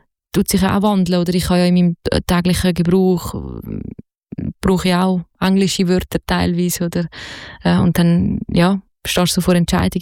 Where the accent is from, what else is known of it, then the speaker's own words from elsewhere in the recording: Zurich, Switzerland; Also natürlich, ich meine, ich bin aus Zürich